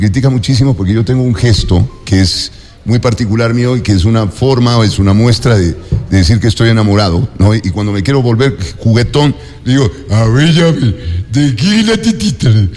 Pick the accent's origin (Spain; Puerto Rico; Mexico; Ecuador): Ecuador; Quito, Pichincha; Hasta el punto de que los quiteños hablamos mucho como chilangos, ¿no?